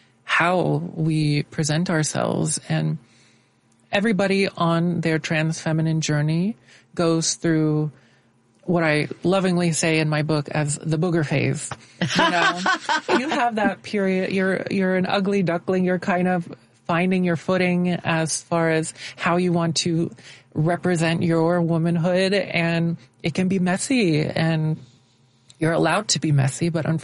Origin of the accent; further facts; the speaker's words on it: Tennessee, United States; moved away; I'm originally from Tennessee.